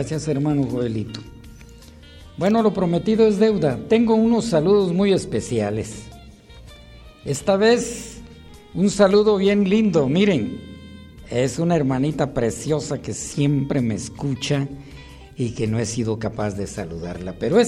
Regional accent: Cuilco, Huehuetenango, Guatemala; mi pueblo Cuilco, esa mi tierra perla escondida, mi Cuilco hermoso.

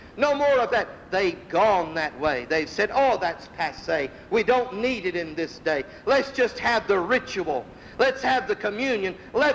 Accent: North Carolina, United States; I come from North Carolina, in case you can't tell.

